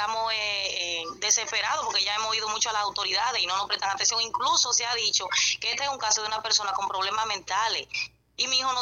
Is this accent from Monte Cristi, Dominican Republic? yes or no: yes; Palo Verde, Monte Cristi, Dominican Republic; now in San Fernando de Monte Cristi, Dominican Republic; Y algunos fines de semana él venía aquí a Palo Verde porque nosotros somos de aquí, de Palo Verde. Pero yo tengo mi casa allá